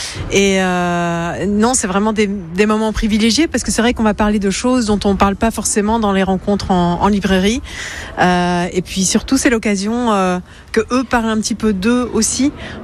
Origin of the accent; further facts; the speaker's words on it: Brussels, Belgium; C'est ça, je viens de Bruxelles.